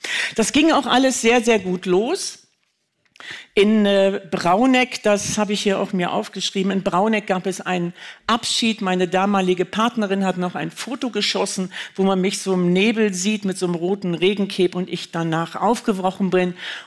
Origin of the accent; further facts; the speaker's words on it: Northern Germany, Germany; 43 Meter, das waren so meine ersten Berge, in denen ich groß geworden bin. Und ich spreche hier ja wirklich gerne als Norddeutsche